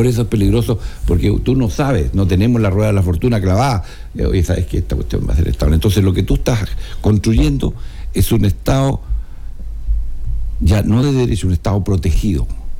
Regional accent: Talcahuano, Biobío, Chile; Yo soy de Talcahuano

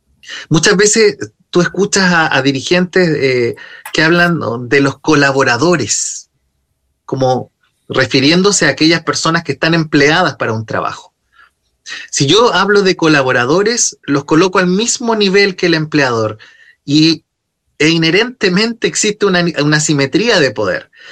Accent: Chile; desafíos que tenemos como chilenos y chilenas

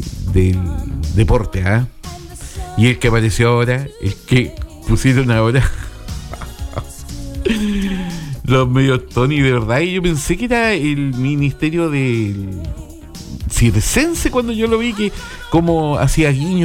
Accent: Tomé, Biobío, Chile; yo vengo de la comuna de Tomé

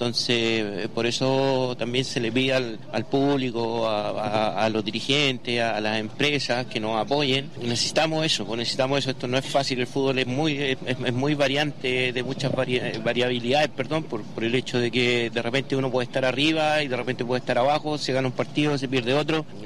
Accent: Angol, Araucanía, Chile; No, soy de Angol igual.

